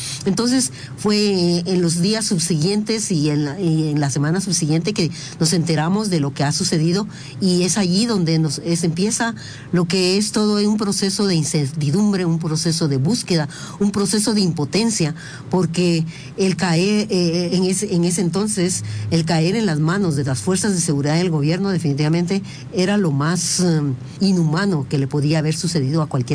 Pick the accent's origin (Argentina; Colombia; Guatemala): Guatemala; Todos, desde el momento en que somos ciudadanos guatemaltecos, tenemos garantías judiciales que deben ser respetadas.